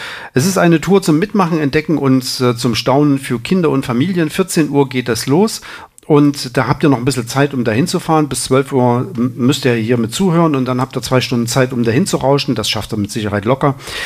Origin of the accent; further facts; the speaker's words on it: Thuringia, Germany; ich komme ja aus Thüringen